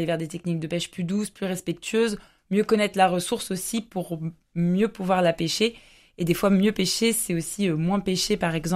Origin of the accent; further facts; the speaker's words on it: Normandy, France; moved away; je suis normande